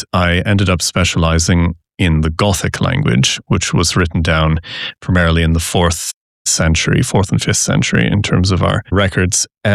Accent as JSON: {"language": "English", "town": "St. Catharines", "region": "Ontario", "country": "Canada", "tie": "born or raised there", "said": "And I studied in St. Catharines, Ontario, my hometown"}